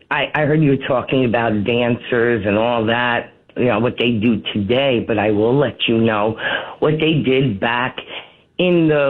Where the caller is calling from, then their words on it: New Jersey, United States; I'm from New Jersey.